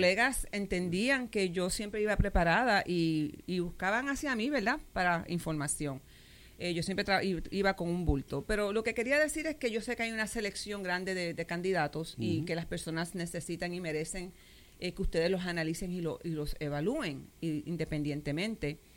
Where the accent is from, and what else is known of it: St. Croix, U.S. Virgin Islands